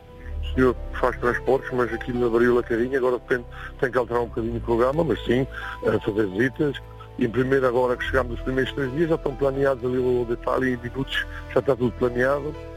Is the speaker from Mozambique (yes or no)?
no; Portugal; now in Germany; eu sou natural, sou de Ferreira dos Adornos, mas a minha esposa é que é desta terra. Mas tenho as raízes praticamente já aqui.